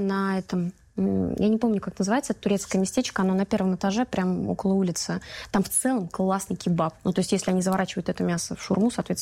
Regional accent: Saransk, Mordovia, Russia; Это мой дедушка Валер Николаевич, вот такие вот у меня праздники всегда собирал в Саранске, в городе.

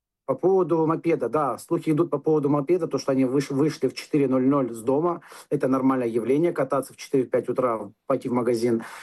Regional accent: Sochi, Krasnodar Krai, Russia; moved away as an adult; я работаю в туризме здесь уже 3 года, я из Сочи приехал сюда.

